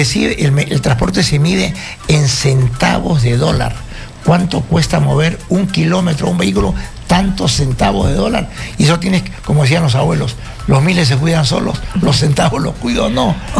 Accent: Peru; Como peruanos, ¿por quién debemos votar?

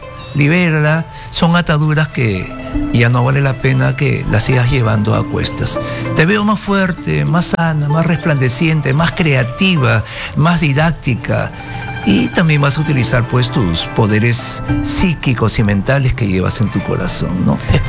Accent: China; Para nosotros los chinos

